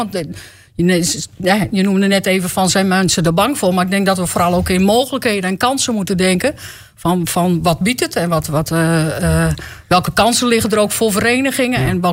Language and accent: Dutch; Luttelgeest, Flevoland, Netherlands; now in Marknesse, Netherlands; Want ik kom uit Luttelgeest. Maar toen ik 21 was getrouwd en ben ik in Mark Nessen terechtgekomen.